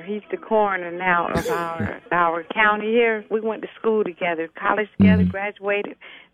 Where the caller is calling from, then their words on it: Phenix City, Alabama, United States; I'm calling from Phoenix City, Alabama, in the suburbs of Ladonia.